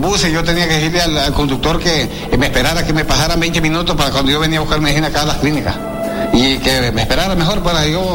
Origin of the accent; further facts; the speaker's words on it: Orica, Francisco Morazán, Honduras; Yo soy de Orica